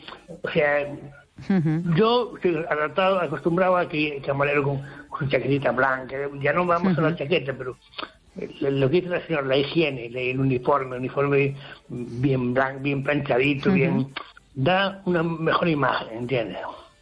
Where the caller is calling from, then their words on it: Ferrol, Galicia, Spain; aquí de Ferrol.